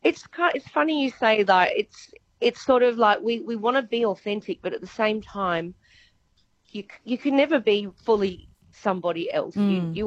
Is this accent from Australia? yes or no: yes; Sydney, New South Wales, Australia; moved away as an adult; also born or lived in Middle East; now in Perth, Australia; I started off in Sydney with a band called … because I'm from Sydney.